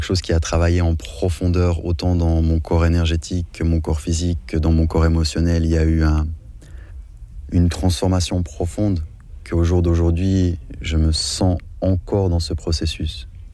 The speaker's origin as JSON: {"language": "French", "country": "Switzerland", "tie": "born there", "said": "Mais disons que pour mes parents, ça a été très difficile dans le fait que je suis né en Suisse."}